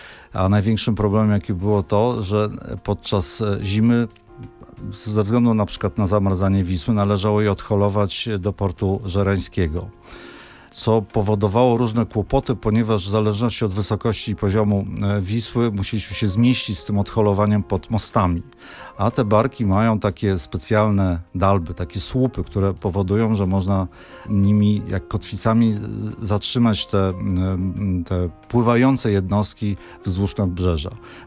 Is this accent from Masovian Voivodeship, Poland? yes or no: yes; Warsaw, Masovian Voivodeship, Poland; born there; no urodziłem się w Warszawie i tą Warszawę pamiętam. Urodziłem się na Muranowie, tak?